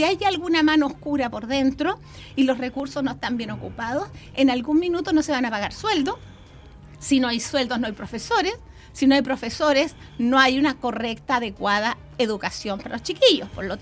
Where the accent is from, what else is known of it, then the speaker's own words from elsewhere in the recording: Chile; nosotros siempre nos creímos la muerte como chilenos